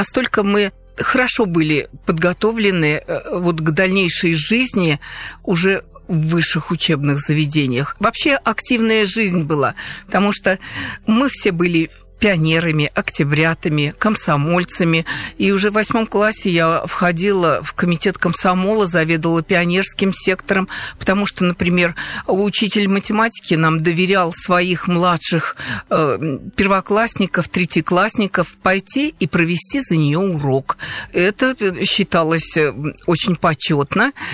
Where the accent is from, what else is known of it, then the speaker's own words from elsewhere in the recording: Nizhny Novgorod Oblast, Russia; born there; also born or lived in Dzerzhinsk; мы уже приехали из Дзержинска и жили в сельской местности. Я училась в Филинской, в обычной школе